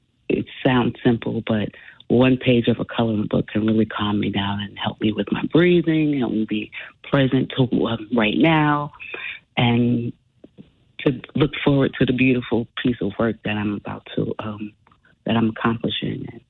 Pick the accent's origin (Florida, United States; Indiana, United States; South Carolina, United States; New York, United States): New York, United States; New York City; because so many people we grew up with in New York ended up in Rikers